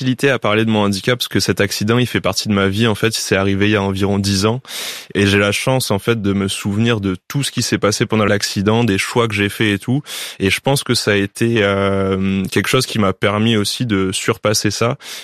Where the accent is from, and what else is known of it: Réunion, France